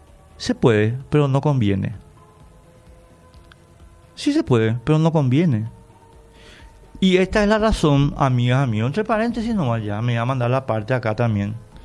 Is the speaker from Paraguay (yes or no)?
yes; Paraguay; Por eso somos paraguayos. No somos argentinos, ni uruguayos, ni bolivianos. Somos paraguayos. Comemos chipa, hablamos yopará, tomamos cocido